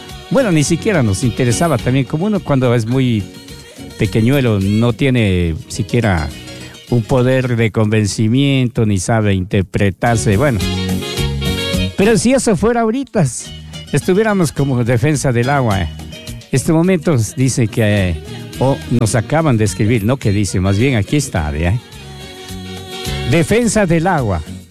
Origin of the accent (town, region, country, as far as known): Ecuador